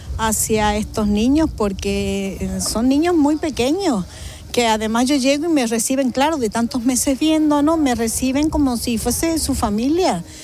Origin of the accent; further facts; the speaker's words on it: Argentina; now in Ceuta, Spain; yo soy argentina